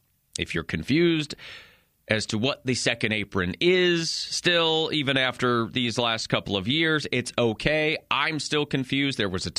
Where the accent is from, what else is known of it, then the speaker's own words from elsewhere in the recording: Cheyenne Wells, Colorado, United States; I grew up in Cheyenne Wells, Colorado